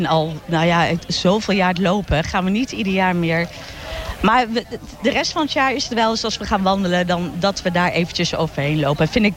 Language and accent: Dutch; Wolfheze, Gelderland, Netherlands; Wij komen bijna allemaal uit Wolfees of iedere gemeente Renkum. En we kennen elkaar ons hele leven al.